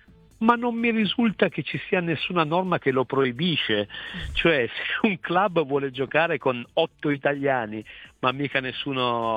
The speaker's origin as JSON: {"language": "Italian", "town": "Turin", "region": "Piedmont", "country": "Italy", "said": "te lo dico da torinese perché l'ho vissuta in altri contesti"}